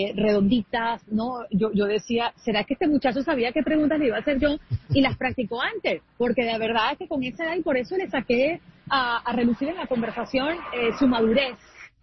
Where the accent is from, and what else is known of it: Venezuela